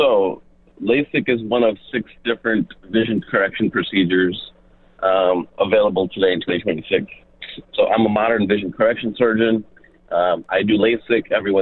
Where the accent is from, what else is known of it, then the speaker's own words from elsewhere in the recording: Tyler, Texas, United States; moved away as an adult; now in Dallas-Fort Worth, United States; I am from this general area. I grew up in East Texas, Tyler, Texas, but for the past several years, we've been in DFW. Frisco, Plano is kind of home, all of our families in the location.